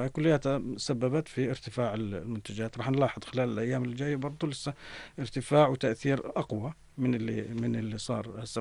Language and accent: Arabic; Jordan; عندنا في الأردن